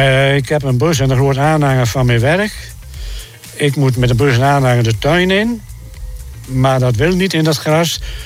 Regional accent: Kolderveen, Drenthe, Netherlands; Ik kom van Kolderveen, ja. Ik ben er ook geboren. Dus ik heb mijn ouderlijk huis nu verlaten. Ja. Omdat ik heb nog een andere woning. Dus ik heb daar mijn 68 jaar gewoond.

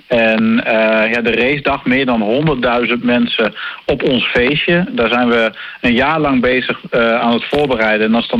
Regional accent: Assen, Drenthe, Netherlands; Als Assenaar, als Drent.

